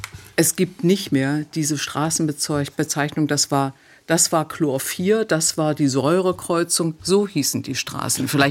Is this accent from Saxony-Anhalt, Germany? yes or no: yes; Greppin, Saxony-Anhalt, Germany; also der schmutzigste Ort liegt zwischen Wolfen und Bitterfeld, also da wirklich original da, wo ich herkomme. Grepin. Und Grepin ist ein Ort, das ist der schmutzigste Ort Europas gewesen.